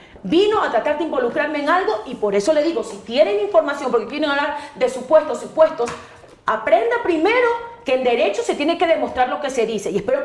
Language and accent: Spanish; Esmeraldas, Ecuador; con cédula de identidad 08-021-0061-0, esmeraldeña y asambleísta nacional